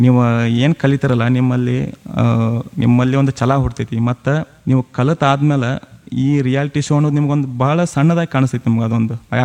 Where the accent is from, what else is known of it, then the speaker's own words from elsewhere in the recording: North Karnataka, India; ಈ ಕಡೆ ಉತ್ತರ ಕರ್ನಾಟಕ ಕಡೆ